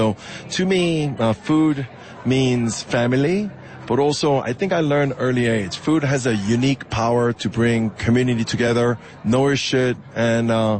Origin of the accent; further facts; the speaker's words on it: New York, United States; born there; also born or lived in Seoul, South Korea; I was born and raised in Seoul, Korea, but I was raised in America, in New York.